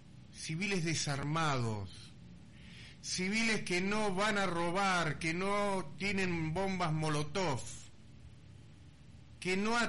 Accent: Argentina; Todos somos argentinos.

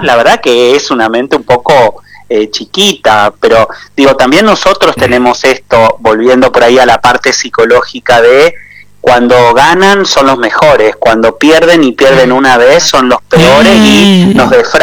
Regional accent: Argentina; somos argentinos

